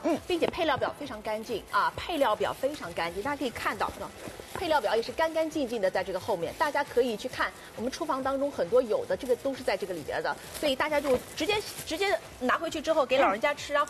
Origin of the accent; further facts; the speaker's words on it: Jiangxi, China; 我们江西人爱吃辣